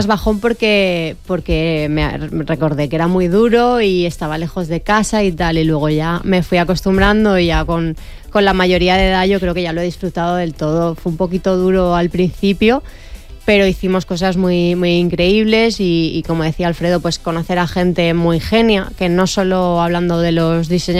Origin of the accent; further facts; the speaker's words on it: Valencia, Valencian Community, Spain; pero en mi generación solo habíamos de Valencia, no había ni de Madrid, ni de Barcelona, ni de andaluza, ni...